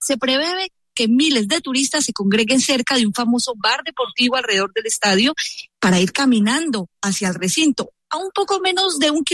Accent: Spain; Yo soy español.

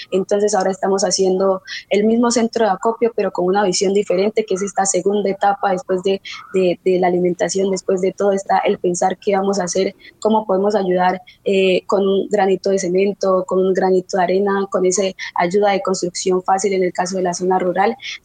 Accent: Colombia; siento que como humanos, como colombianos, no teníamos las herramientas suficientes para prepararnos para una situación como esta

